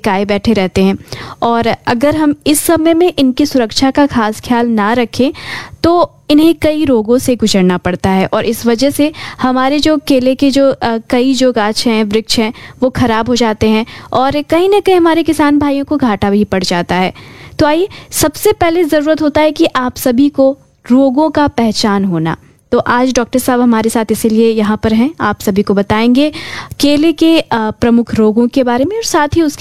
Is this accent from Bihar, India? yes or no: yes; Bihar, India; हमारा सौभाग्य है कि हम बिहारी हैं और बिहार में बहुत ही अच्छे तरीके से इसकी इसके लिए उपयुक्त जलवायु मिलती है